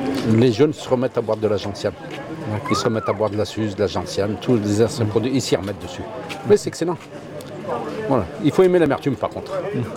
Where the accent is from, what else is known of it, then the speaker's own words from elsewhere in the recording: Saint-Anthème, Auvergne-Rhône-Alpes, France; Monsieur Ansart, je suis de Saint-Anthème-dans-Puy-de-Dôme.